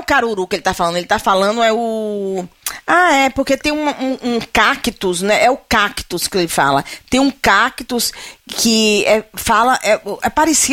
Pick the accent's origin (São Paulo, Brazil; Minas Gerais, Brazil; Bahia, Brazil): Bahia, Brazil; Os baianos retados foram e chegaram, somos nós. Baianos legítimos.